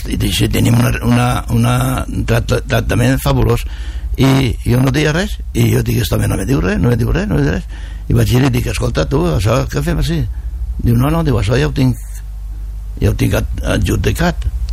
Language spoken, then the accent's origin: Catalan; Moncofa, Valencian Community, Spain; also born or lived in La Vilavella; mon pare era de Vilavella, jo soc nascut en Vilavella també, i mon pare venia a treballar a la mar de Moncofa, i moratos, jo tenia 5 anys quan vaig vindre